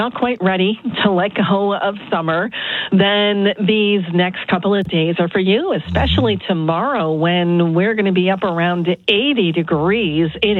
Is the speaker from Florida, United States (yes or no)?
no; Mountain Top, Pennsylvania, United States; now in central Pennsylvania, United States; I grew up in Mountaintop in Luzerne County.